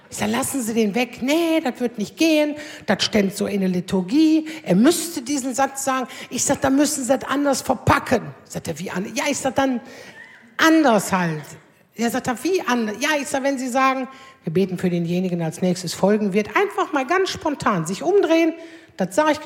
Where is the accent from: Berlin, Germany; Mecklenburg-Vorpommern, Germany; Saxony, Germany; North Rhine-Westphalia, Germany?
North Rhine-Westphalia, Germany; Aldekerk; ich komme aus Aldekerk